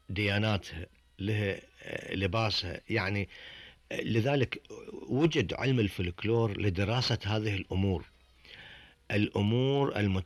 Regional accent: Bahrain; قديما كان يلبس تحت الثوب، عندنا في البحرين كان الرجل يلبس تحت الثوب وزار.

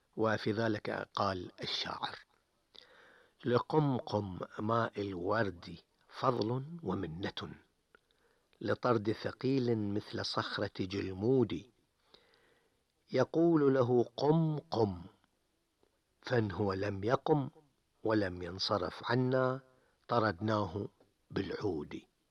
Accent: Bahrain; آداب المخاطبة عندنا في البحرين

